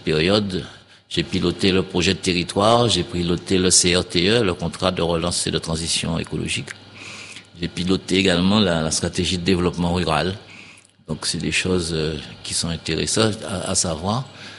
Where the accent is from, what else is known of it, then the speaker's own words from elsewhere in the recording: Guadeloupe; je suis retombé dans ma région d'origine, c'est-à-dire l'agglomération